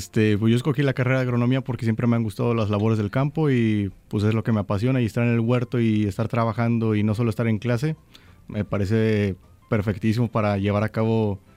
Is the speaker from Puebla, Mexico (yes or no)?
yes; Teziutlán, Puebla, Mexico; Yo vengo de Tezitlán, Puebla, no relativamente cerca de Jalapa.